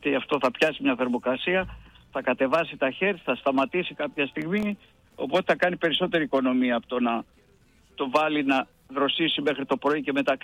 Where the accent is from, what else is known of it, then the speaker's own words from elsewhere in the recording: Greece; είμαστε Έλληνες.